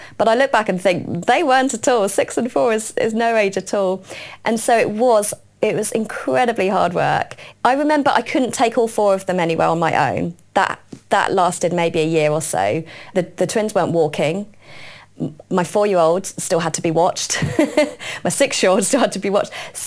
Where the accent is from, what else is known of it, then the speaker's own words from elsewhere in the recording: South East England, United Kingdom; born there; moved away as an adult; also born or lived in Keynsham; now in York, United Kingdom; I was born in the UK. I was born near Keynsham. Well, I grew up in Keynsham, yes. For the first few years of my life, and then we moved to Berkshire.